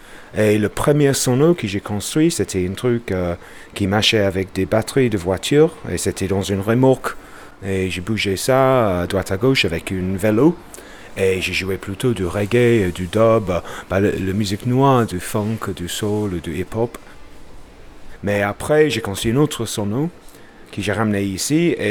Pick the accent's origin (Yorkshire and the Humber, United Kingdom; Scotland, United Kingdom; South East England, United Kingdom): Yorkshire and the Humber, United Kingdom; Bradford; French is a second language; moved away as an adult; now in Lyon, France; je viens de Bradford, dans le nord de l'Angleterre.